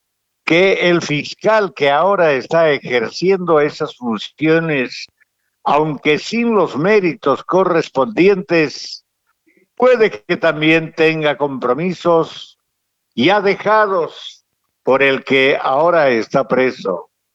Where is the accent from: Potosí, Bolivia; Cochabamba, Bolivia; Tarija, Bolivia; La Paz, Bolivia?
Tarija, Bolivia; ¿será que soy boliviano o soy únicamente tarijeño? Yo soy tarijeño, señores.